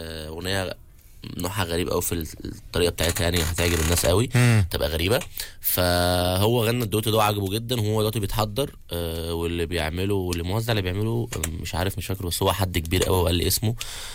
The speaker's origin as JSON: {"language": "Arabic", "region": "Upper Egypt", "country": "Egypt", "said": "انا في الاخر اصلا من الصعيد"}